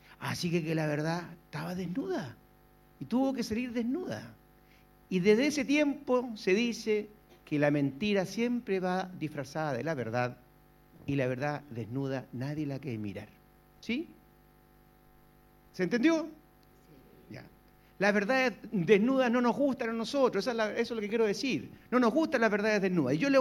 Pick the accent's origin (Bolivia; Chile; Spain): Chile